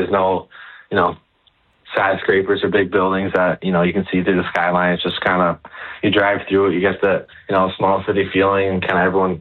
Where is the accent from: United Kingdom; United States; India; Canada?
Canada; So being a Canadian kid was always, you know, that always helped out a lot